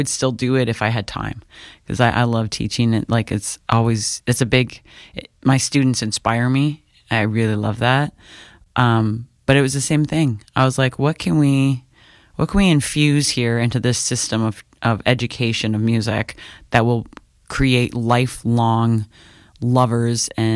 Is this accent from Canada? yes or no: yes; Prince Edward County, Ontario, Canada; I grew up in South End, Prince Edward County, eighth mm-hmm. generation from you know, farm fields.